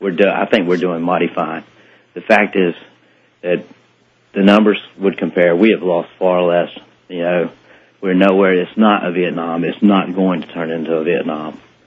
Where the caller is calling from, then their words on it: Beaufort, North Carolina, United States; I'm calling from Beaufort, North Carolina.